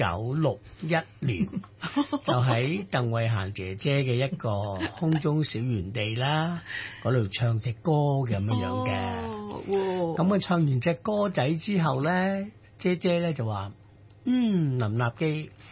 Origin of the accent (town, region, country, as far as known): Hong Kong; born or raised there